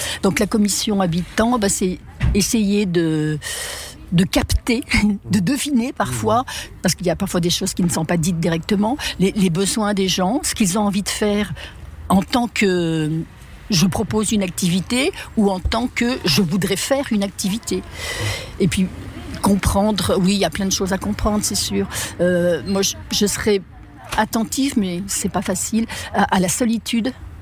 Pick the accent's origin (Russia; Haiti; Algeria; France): France; Auvergne-Rhône-Alpes; je suis quand même du coin. Je suis née à Vinay et j'ai grandi à l'Albinque.